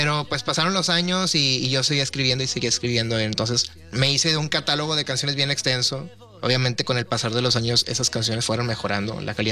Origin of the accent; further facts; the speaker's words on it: Guadalupe, Nuevo León, Mexico; Yo soy de aquí de Monterrey, Nuevo León.